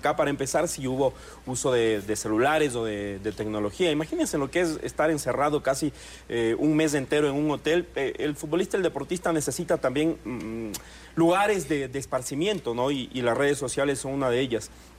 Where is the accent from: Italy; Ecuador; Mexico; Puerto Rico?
Ecuador; la fragilidad que podemos tener nosotros como ecuatorianos